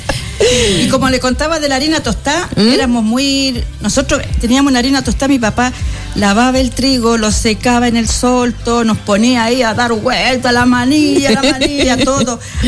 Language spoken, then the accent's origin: Spanish; María Elena, Antofagasta, Chile; born there; also born or lived in Coya Sur; Yo nací en María Elena.